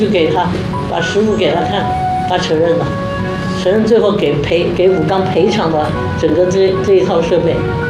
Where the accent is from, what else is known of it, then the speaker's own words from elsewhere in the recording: China; also born or lived in Guangxi / Chongqing / Beijing; 我们中国人一点不比外国人差，